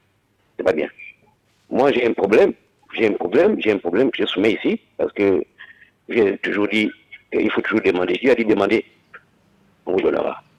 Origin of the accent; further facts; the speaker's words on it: Gabon; Nous sommes des Gabonais qui veulent travailler, simplement, pour nourrir la famille.